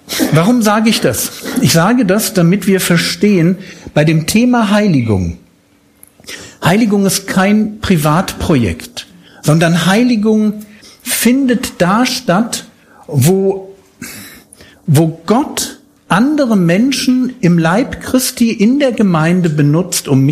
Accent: Berlin, Germany; bin ja aus Berlin

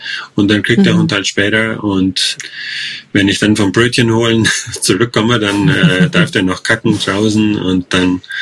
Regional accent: Germany; moved away as an adult; also born or lived in Thailand; als Ausländer sowieso, als Deutsche.

